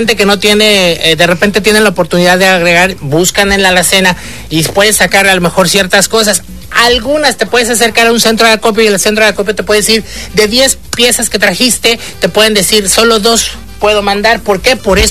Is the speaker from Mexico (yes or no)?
yes; Mexico; A mí no me representa como mexicano.